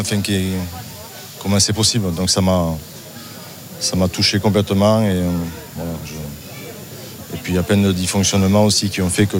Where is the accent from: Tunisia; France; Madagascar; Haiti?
France; Lectoure, Occitanie; born there; moi je suis né ici, je suis né à Lectoure à 10 km.